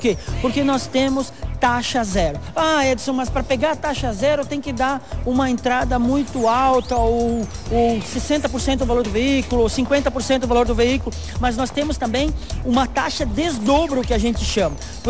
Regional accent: Brazil; sou brasileiro.

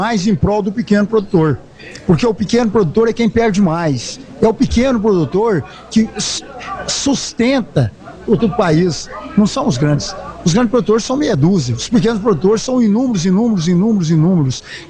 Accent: Frutal, Minas Gerais, Brazil; Não morei aqui porque meus pais moravam em Frutal, nasci em Frutal, vivi em Frutal

